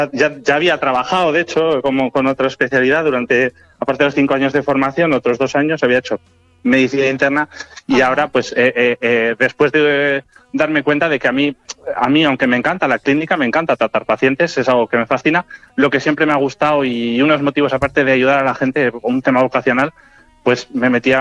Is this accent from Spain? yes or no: yes; Soria, Castile and León, Spain; yo soy de Soria, de aquí al ladito, de Chinos.